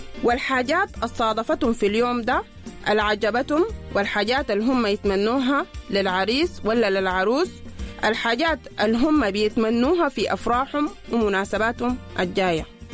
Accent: Sudan; النوع ده من الغنى موجود في مجتمعنا السوداني من زمان

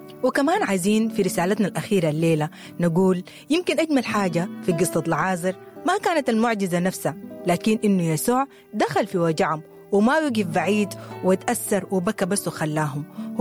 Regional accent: Sudan; ونحن كسودانيين معروفين باللمة وبالفزعة وبالحنية

